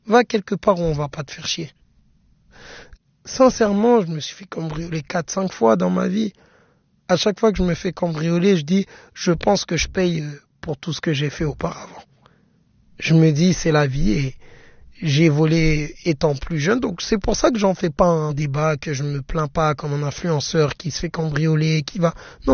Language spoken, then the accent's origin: French; Paris, Île-de-France, France; now in Dubai, United Arab Emirates; Mais je pense pas finir mes jours à Dubaï. Je suis un vrai Parisien.